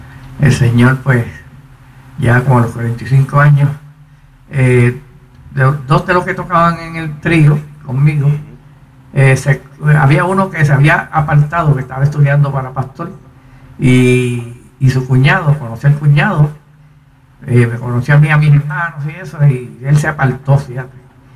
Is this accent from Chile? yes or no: no; Ponce, Puerto Rico; now in Adjuntas, Puerto Rico; Yo soy ponceño en sí.